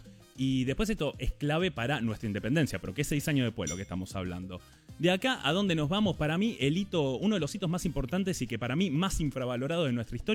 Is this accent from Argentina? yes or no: yes; Argentina